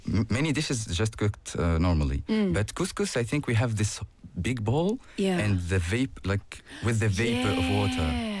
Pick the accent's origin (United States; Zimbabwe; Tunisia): Tunisia; Tunis, Tunis Governorate; was born and raised in the capital.